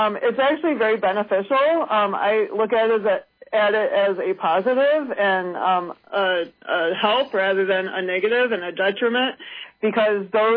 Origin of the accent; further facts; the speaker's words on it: Port Huron, Michigan, United States; I grew up in Port Huron, Michigan, and we were not a competitive marching band.